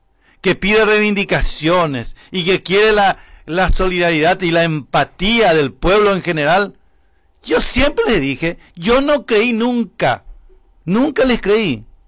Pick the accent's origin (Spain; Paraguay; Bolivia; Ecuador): Paraguay; los paraguayos somos boludos.